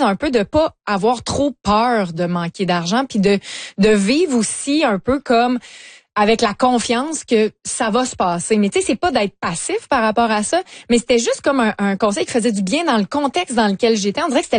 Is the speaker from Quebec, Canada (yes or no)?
yes; Lévis, Quebec, Canada; Ben, moi, je viens de Lévis.